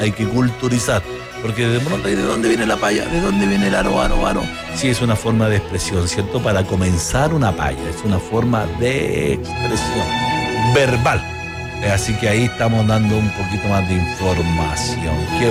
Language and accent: Spanish; Chile; Así somos los chilenos.